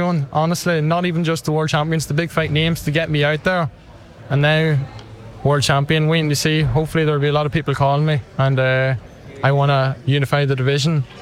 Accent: Ireland

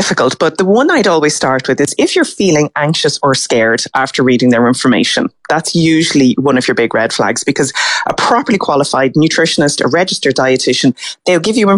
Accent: Brazil; now in Ireland; Yes, I'm from Brazil originally.

